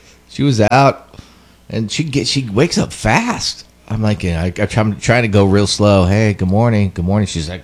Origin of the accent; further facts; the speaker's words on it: Fresno, California, United States; born there; I was born in Fresno.